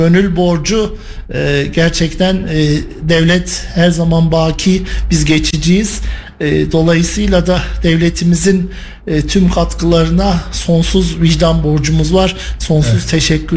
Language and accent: Turkish; Kayseri, Turkey; Bu benim bir Kayserili, bir Erciyesli olarak temel vazifem.